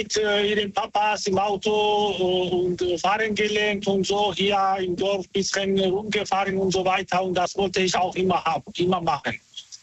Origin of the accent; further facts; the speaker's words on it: Georgia; now in Cologne, Germany; Ich komme aus Georgien.